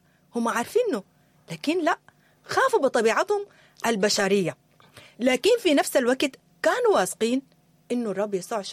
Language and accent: Arabic; Sudan; الوضع بتاعنا احنا كسودانيين